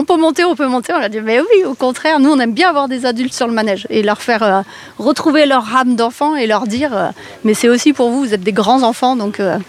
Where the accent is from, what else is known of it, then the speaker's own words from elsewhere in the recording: Nouvelle-Aquitaine, France; Nous, on vient de Creuse, donc on est loin de chez vous.